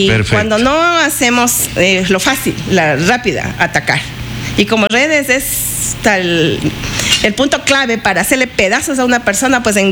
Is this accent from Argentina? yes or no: no; Tena, Napo, Ecuador; moved away as an adult; also born or lived in Baeza; now in Ecuador (Sierra); Soy del Oriente y siempre hemos tenido animalitos ahí